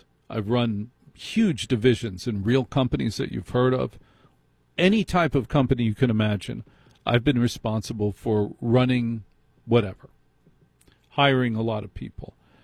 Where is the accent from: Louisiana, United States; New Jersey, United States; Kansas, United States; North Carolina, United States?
New Jersey, United States; I'm from New Jersey.